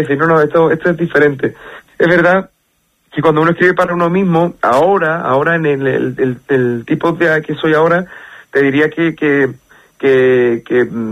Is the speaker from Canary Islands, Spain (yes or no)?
no; Cádiz, Andalusia, Spain; mi tierra, de Cádiz